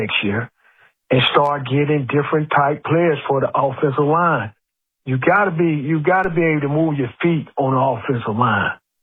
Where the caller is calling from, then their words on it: Alabama, United States; I'm from Alabama